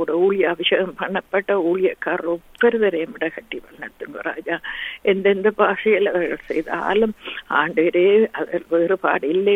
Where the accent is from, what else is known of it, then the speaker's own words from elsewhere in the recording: Sri Lanka; அன்பின் தேவனே, நாங்கள் பிறந்து வளர்ந்த இலங்கை தீவுக்காக உங்களை வருகிறோம் ராஜா.